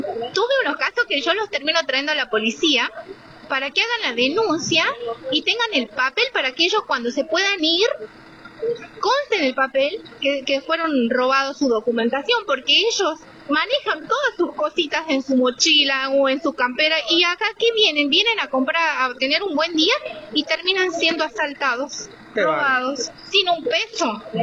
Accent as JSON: {"language": "Spanish", "country": "Bolivia", "moved": "yes", "lives_now": "Argentina", "said": "Yo me siento más argentina que boliviana. ¿Qué querés que te diga?"}